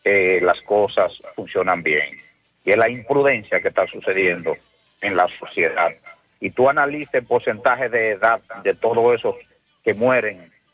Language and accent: Spanish; Moca, Espaillat, Dominican Republic; buenos días, mi pueblo mocano